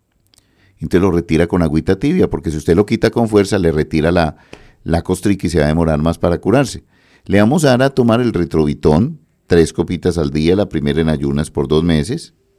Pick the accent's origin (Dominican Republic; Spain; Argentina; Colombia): Colombia; born there; Ah, pues usted vive en San Martín, pero ¿le da pereza subir ahí por donde yo nací?